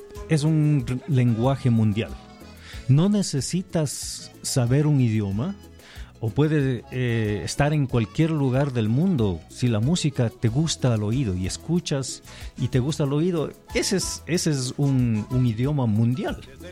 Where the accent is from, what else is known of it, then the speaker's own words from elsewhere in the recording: Píllaro, Tungurahua, Ecuador; moved away as an adult; aunque yo viva afuera más de 35 años, casi 36 años, nunca he dejado de pensar en mi tierra natal, Píllaro, Tungurahua, Ecuador.